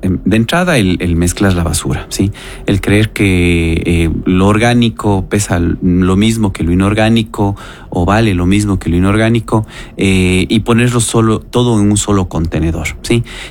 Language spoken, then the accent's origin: Spanish; Cuenca, Azuay, Ecuador; ya que soy cuencano